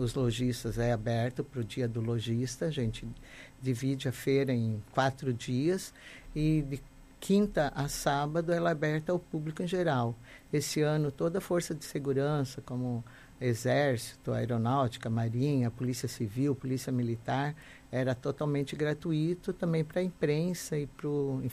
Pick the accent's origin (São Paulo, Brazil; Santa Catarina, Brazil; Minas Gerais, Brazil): Santa Catarina, Brazil; Joinville; born there; porque eu nasci aqui, eu sou de Joinville